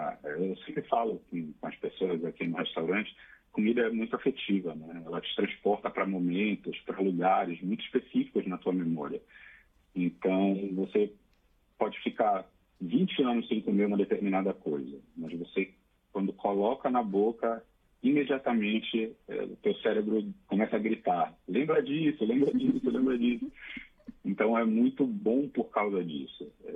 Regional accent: Belém, Pará, Brazil; moved away as an adult; now in São Paulo, Brazil; Eu sou natural de Belém, capital do Pará. Então, quando eu me mudei para São Paulo, 10 anos atrás

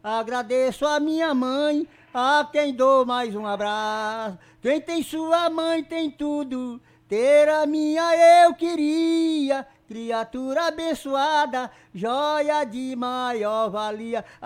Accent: Benjamin Constant, Amazonas, Brazil; born there; now in Tabatinga, Brazil; Eu nasci no Javari, isso foi a minha sorte. Sou de Benjamin Constante

